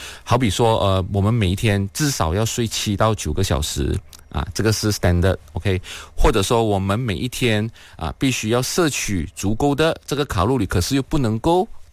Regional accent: Malaysia; 好像因为我们平时我们东南亚人或者是马来西亚人有美食很多

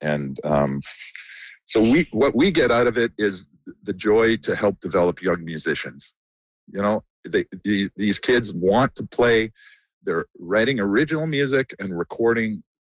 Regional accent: Calgary, Alberta, Canada; I grew up in Calgary

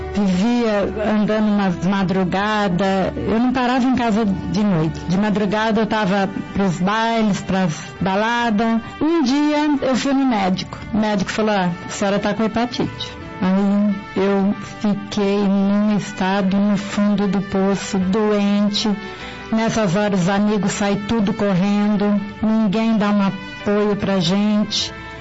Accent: Diadema, São Paulo, Brazil; Eu sou de Diadema e a minha vida no passado era muito triste.

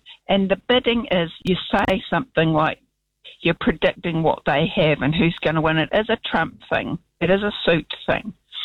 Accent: Invercargill, Southland, New Zealand; born there; born down in Invercargill Hospital where it's now a McDonald's, you know, I was born in Invercargill.

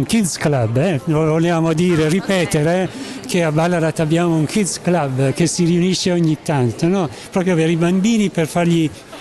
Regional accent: Foggia, Apulia, Italy; Io sono di Foggia, quindi nord-sud della Puglia, va bene?

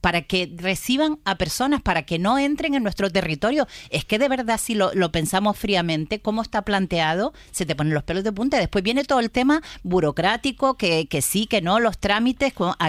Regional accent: Canary Islands, Spain

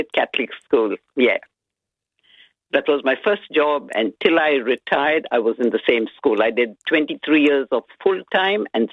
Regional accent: India; moved away as an adult; also born or lived in Sydney, Australia; now in Australia; From India.

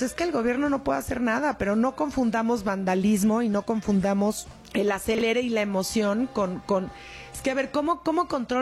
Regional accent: Mexico; no hablo contra México, hablo desde México. Lo digo siendo mexicano, uno que ha cargado su bandera por el mundo entero con orgullo.

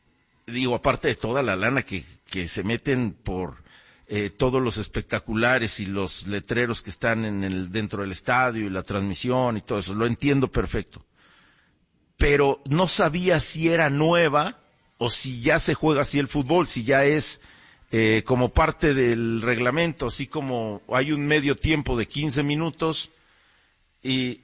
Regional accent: Mexico; todos somos mexicanos

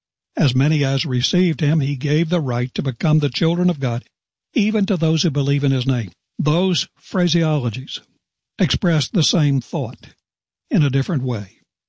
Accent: West Virginia, United States; There was a man in my home state of West Virginia who won what seemed like zillions of dollars a few years ago in the lottery.

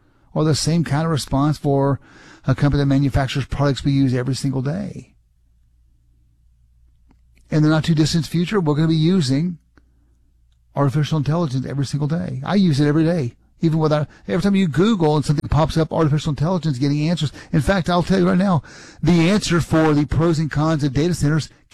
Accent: Hawesville, Kentucky, United States; Even my hometown, Hawesville, which is a small town, but a lot of industry right there on the river.

